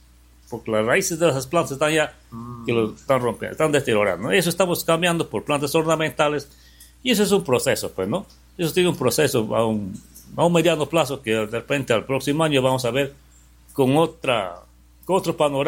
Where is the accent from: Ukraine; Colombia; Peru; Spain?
Peru; Bellavista, San Martín; now in Lamas, Peru; Por si yo no soy de Lamas, pues, ¿no? Yo soy de Bellavista, pero ya me siento ser parte de Lamas porque vivo acá, me cobija Lamas, mi familia es de acá